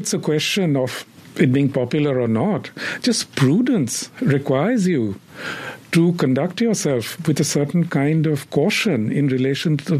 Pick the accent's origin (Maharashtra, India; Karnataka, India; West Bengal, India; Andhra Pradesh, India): West Bengal, India; now in New York, United States; I mean, I'm from Bengal. In Bengal, our views are often very, very different from that of other parts, especially of northern India.